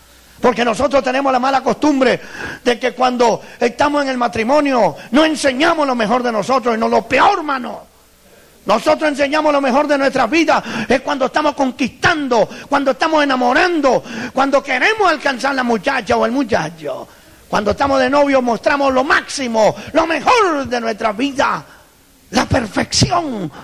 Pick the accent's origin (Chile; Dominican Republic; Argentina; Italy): Italy; Porque yo también era religioso. Y yo soy italiano.